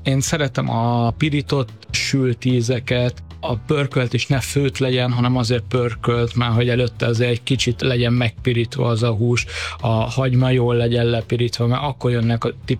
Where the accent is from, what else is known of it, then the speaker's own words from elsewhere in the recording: Hungary; now in Budapest, Hungary; Balatonról jöttem, én másfél éve élek itt Budapesten